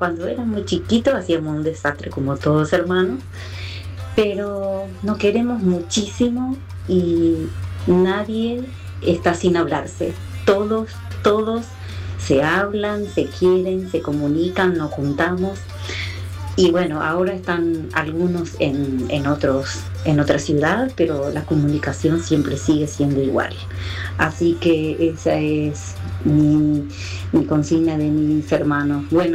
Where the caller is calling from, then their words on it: Villa Ballester, Buenos Aires Province, Argentina; de Villa Ballester.